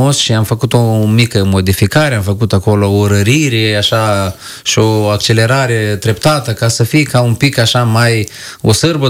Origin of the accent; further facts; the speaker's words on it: Briceni, Briceni District, Moldova; eu nu sunt din Lozova, eu sunt din Briceni